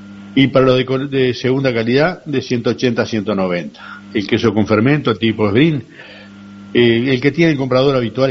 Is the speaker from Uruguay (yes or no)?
yes; Uruguay; somos uruguayos.